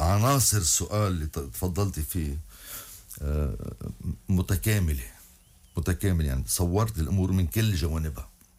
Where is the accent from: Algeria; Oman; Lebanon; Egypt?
Lebanon; كلبنانيين،